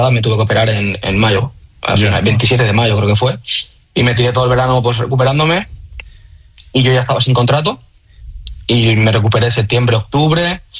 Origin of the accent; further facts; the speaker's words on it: Valencia, Valencian Community, Spain; also born or lived in Cullera; Bueno, soy de... Que mucha gente te piensa que soy de Cullera, pero soy de Valencia.